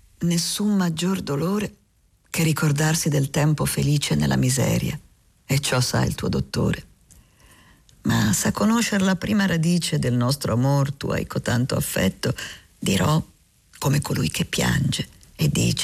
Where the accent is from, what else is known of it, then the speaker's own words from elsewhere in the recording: Lombardy, Italy; peraltro lombarda sono